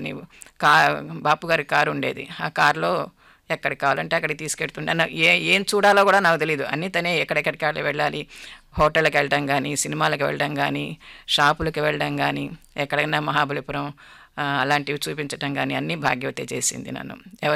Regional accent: Arugolanu, Andhra Pradesh, India; born there; moved away; బెజవాడ నుంచి రావటం, అరగంట ప్రయాణం మా ఊరు, అంతే, అంతకంటే ఎక్కువ లేదు.

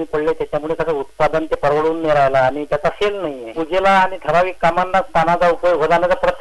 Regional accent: Jalgaon district, Maharashtra, India; born there; आता माझं गाव जळगाव जिल्ह्याच्या पूर्वेला शेवटचं गाव आहे

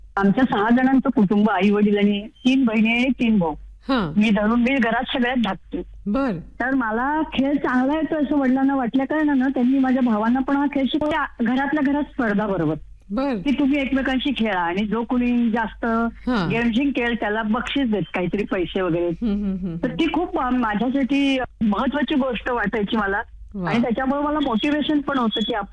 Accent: Sangli, Maharashtra, India; मी मुळची सांगलीची बर का, वातावरण पण होतं, कारण आमच्याकडे एक नूतन बुद्धिबळ मंडळ म्हणून जे आहे संस्था आहे ती वर्षानुवर्ष स्पर्धा घेत होती.

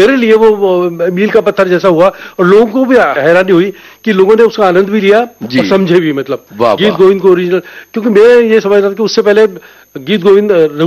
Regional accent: Jaipur, Rajasthan, India; जयपुर मेरे लिए पूरा खुला मंच था

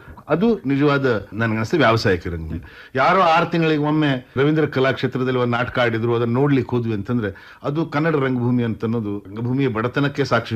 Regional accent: Sirsi, Karnataka, India; born there; ನಾನು ಸಣ್ಣವಿರ್ತ ನನ್ನ ತಂದೆಯವರು ಶಿರಸಿಯಲ್ಲಿ ಡಾಕ್ಟರ್ ಆಗಿದ್ರು

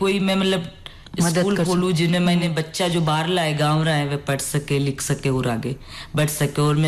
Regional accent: Rajasthan, India; first language Rajasthani; एक संस्कृति जो हमारी मातृभाषा और राजस्थानी भाषा है उन्हें जीवित रखो

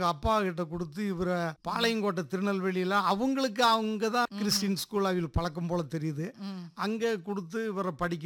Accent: Ramapuram, Tamil Nadu, India; என்னுடைய சொந்த ஊர் வந்து சத்தியமங்கலத்து பக்கத்துல ராமாபுரம் அப்படிங்கிற ஒரு கிராமம். அப்புறம் அங்கதான் வந்து நான் ஒரு 7 வரைக்கும் நல்லா பார்வை தெரிஞ்சு அங்கதான் படிச்சுட்டு.

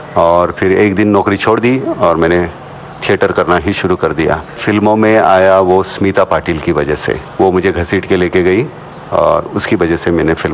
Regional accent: Murud Janjira, Maharashtra, India; मेरा बचपन गांव में बीता, मुरूर जंजरा में पहली से सातवीं तक।

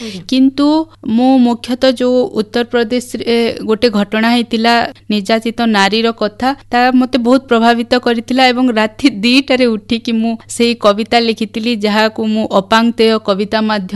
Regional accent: Kanapalli, Odisha, India; ଆମ ଗାଁଟା କନାପଲ୍ଲୀ, ଯେଉଁଟା ବରଗଡ଼ ଜିଲ୍ଲା ଅନ୍ତର୍ଭୁକ୍ତ, ଏବଂ ସେଠି ଆମର ଯେଉଁ ଯୌଥ ପରିବାର କୁହନ୍ତି, ମୋ ବାପାଙ୍କର 5 ଭାଇ

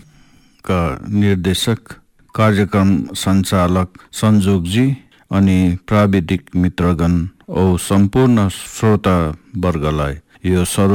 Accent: West Bengal, India; born there; म टकभर चियाबारीमा जन्मेको हुँ र 1960 दशकमा मेरो जन्म भएको हो।

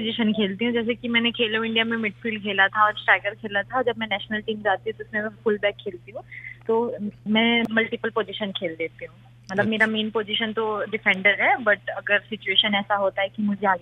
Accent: Balod, Chhattisgarh, India; मैं बालोद से हूँ और बालोद में अभी लड़कियां नहीं है फुटबॉल खेलने के लिए

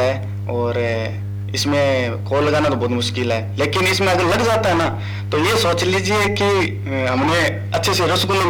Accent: Churu, Rajasthan, India; एक थोड़ा सा इशू था कि इतनी लंबी रेंज गाँव तक नहीं पहुँच पाती थी, तो मेरे पास कैसे कैसे पता चला कि हमारे जिले का भी रेडियो स्टेशन है आकाशवाणी चूरू।

